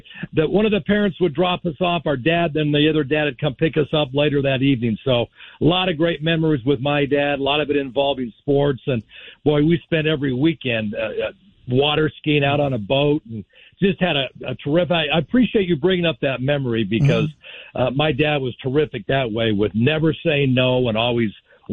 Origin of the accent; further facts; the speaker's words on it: Salt Lake City, Utah, United States; growing up in Salt Lake City